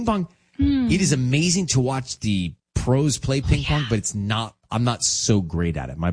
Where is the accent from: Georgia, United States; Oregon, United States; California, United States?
Georgia, United States; Atlanta; I had a ping pong table in the basement when I was growing up in Atlanta.